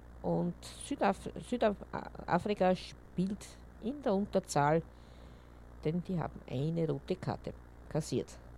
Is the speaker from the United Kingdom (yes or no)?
no; Austria; wie man bei uns in Österreich sagt